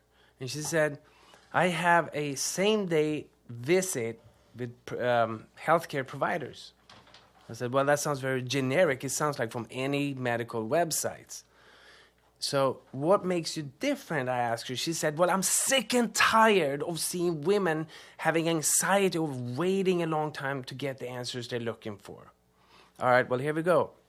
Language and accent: English; Sweden; moved away; even though I'm from Sweden.